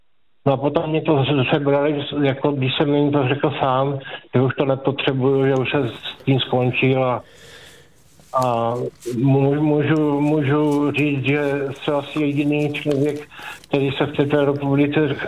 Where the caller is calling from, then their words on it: Moravia, Czechia; jsem z Moravy